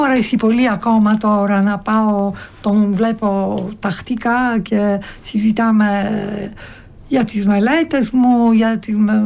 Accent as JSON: {"language": "Greek", "town": "Palermo", "region": "Sicily", "country": "Italy", "tie": "born or raised there", "second_language": "Greek", "said": "γεννήθηκα στο Παλέρμο, Σικελία. Και εκεί πήγα πρώτα σχολείο, ήταν το κλασικό λύκειο"}